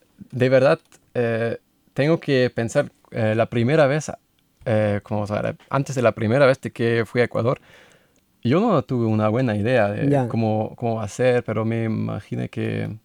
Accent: Hanover, Lower Saxony, Germany; moved away; porque yo soy de Hannover

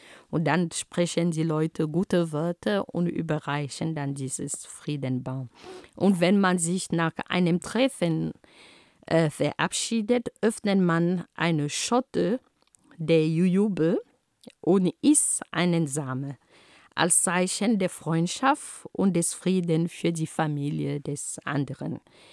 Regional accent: Cameroon; first language Homala; German is a second language; In meiner Heimat Kamerun heißt dieser Baum Pfeking oder Pfeking, je nach Region oder Sprache. Also meine Muttersprache lautet Homala.

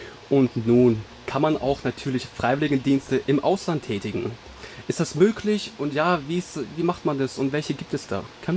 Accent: Germany; Ich komme aus Deutschland, mache meinen Bundesfreiwilligendienst im Bereich Krankentransport.

